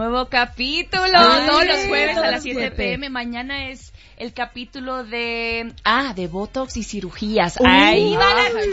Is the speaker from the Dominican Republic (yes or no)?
yes; Dominican Republic; also born or lived in Puerto Rico; Ah, es que soy dominicana y puertorriqueña. Ajá, pero mexicana de corazón, ¿eh?